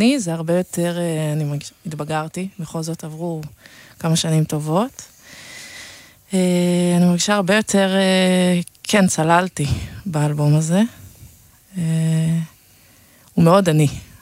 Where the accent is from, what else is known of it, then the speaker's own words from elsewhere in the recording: France; moved away; אמא שלי צרפתיה, גדלתי בצרפת, וזה חלק מאוד גדול ממי שאני